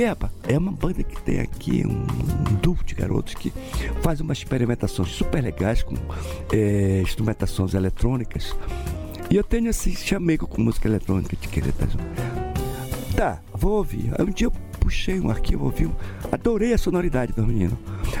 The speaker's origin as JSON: {"language": "Portuguese", "region": "Amapá", "country": "Brazil", "tie": "born or raised there", "said": "Que tem uma raiz de amapaense, onde eu me criei e tal."}